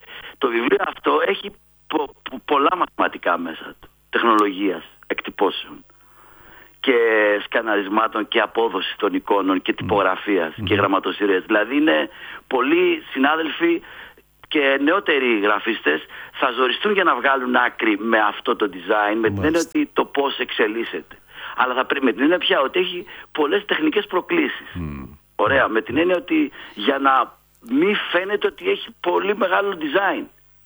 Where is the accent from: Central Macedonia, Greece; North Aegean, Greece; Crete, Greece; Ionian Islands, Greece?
Central Macedonia, Greece; Thessaloniki; αφού είμαι από Θεσσαλονίκη.